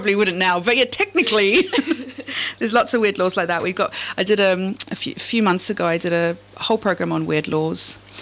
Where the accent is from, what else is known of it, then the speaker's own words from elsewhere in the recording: South Africa; Obviously, I'm from South Africa